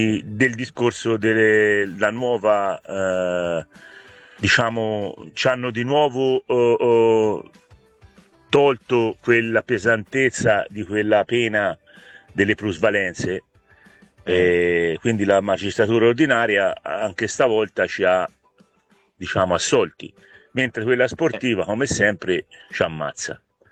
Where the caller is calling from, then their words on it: Grosseto, Tuscany, Italy; da Grosseto.